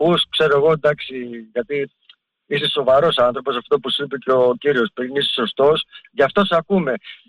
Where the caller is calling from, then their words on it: Ilioupoli, Attica, Greece; από Ηλίουπολη.